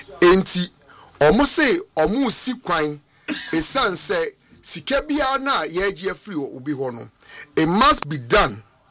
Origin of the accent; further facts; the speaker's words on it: Ghana; I must be concerned as a Ghanaian.